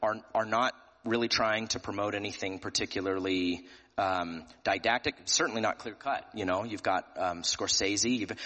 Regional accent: Tennessee, United States; I'm from Tennessee.

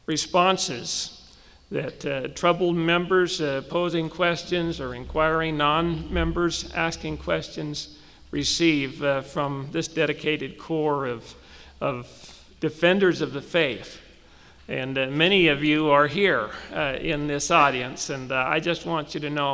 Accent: Ephraim, Utah, United States; Growing up in Ephraim in Sampete County, I was acquainted, and then only casually, with four non-Mormons, two of whom subsequently converted.

